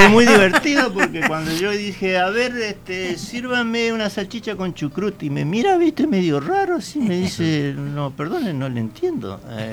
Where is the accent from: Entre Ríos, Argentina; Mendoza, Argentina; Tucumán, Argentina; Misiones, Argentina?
Entre Ríos, Argentina; Paraná; born there; moved away as an adult; also born or lived in Germany; Yo nací aquí en Paraná. Mis ancestros por parte de madre son de habla alemana. Mi abuela Caterina Schimpf era de alemanes del Volga